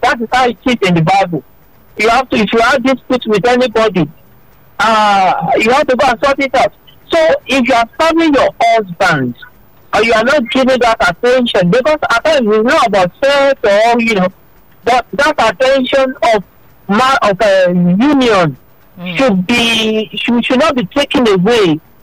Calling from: Lagos, Nigeria; I'm calling from Ikosun, Lagos.

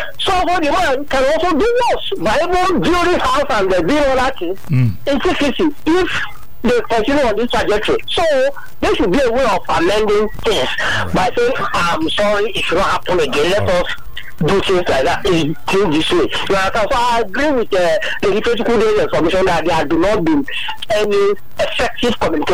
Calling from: Abuja, Federal Capital Territory, Nigeria; I'm calling from Abuja.

